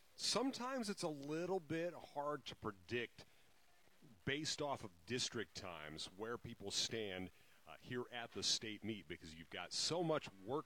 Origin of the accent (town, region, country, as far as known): Auburn, Nebraska, United States; born or raised there; moved away